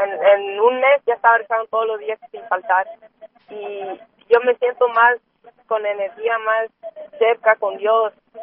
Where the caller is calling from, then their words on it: Sacramento, California, United States; Soy aquí de Sacramento